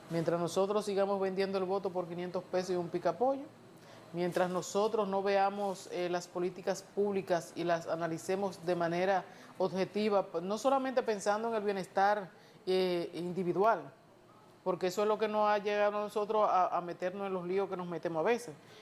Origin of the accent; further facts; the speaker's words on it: Neiba, Baoruco, Dominican Republic; moved away; Neiva, yo soy de Estero de Neiva.